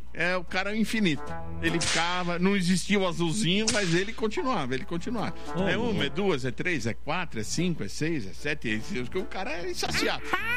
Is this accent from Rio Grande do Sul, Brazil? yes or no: no; São Paulo, Brazil; born there; Eu também sou de São Paulo, capital. Maternidade de São Paulo. Eu e Giscreuza. Eu em 67, ela em 69.